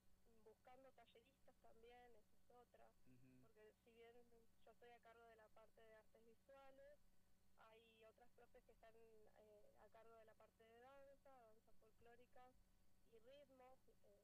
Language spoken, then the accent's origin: Spanish; El Huecú, Neuquén, Argentina; Como yo soy profe del Huecú, estoy trabajando en el CP30, nacida y criada también en el Huecú